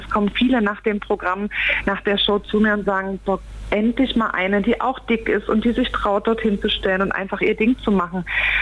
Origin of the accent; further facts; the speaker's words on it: East Germany, Germany; Ich bin ein Kind des Ostens